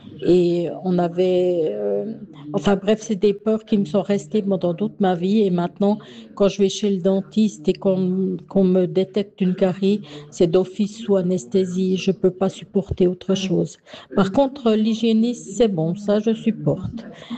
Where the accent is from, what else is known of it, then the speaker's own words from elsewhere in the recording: Le Locle, Neuchâtel, Switzerland; Moi, j'ai grandi au Locle avec une dentiste scolaire qui était effrayante